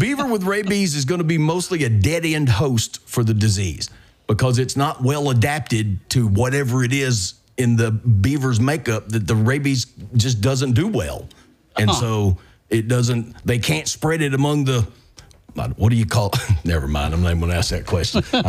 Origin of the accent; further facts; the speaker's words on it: Mississippi, United States; we come from a place like Pancake and I grew up in Mississippi.